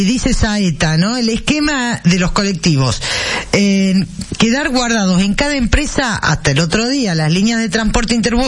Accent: Argentina

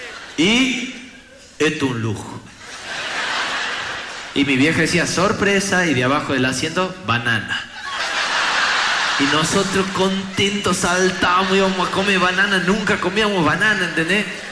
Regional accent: Famaillá, Tucumán, Argentina; Una vez salimos de Famaya, mi pueblo

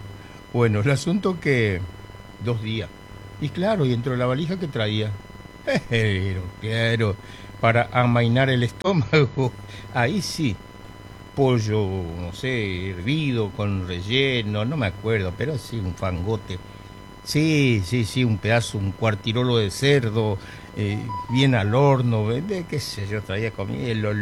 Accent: Presidencia de la Plaza, Chaco, Argentina; now in Ushuaia, Argentina; Presidencia en la plaza, mi pueblo no tiene pista. ¿Qué va a tener? Pista de caballo, de zorra, de sulky, de carreta, de tractor

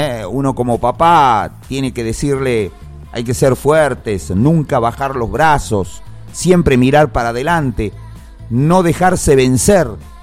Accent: Argentina; como argentino orgulloso que me considero

